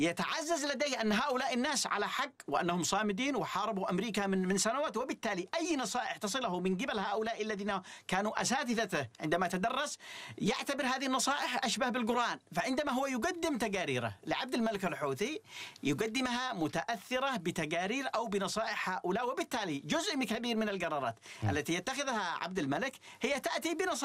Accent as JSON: {"language": "Arabic", "country": "Yemen", "said": "نحن كيمنيين"}